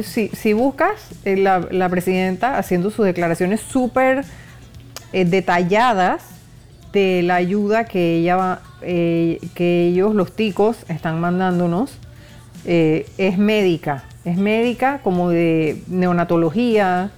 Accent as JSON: {"language": "Spanish", "country": "Panama", "said": "Somos todos panameños"}